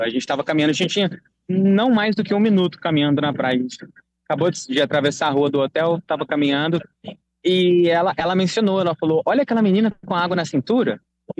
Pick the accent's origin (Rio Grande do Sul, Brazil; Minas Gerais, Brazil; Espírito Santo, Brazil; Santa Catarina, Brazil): Minas Gerais, Brazil; Uberlândia; Eu sou de Uberlândia, Minas Gerais, formado pela Universidade Federal de Uberlândia.